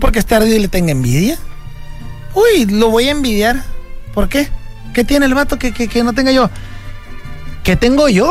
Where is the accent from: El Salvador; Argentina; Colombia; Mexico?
Mexico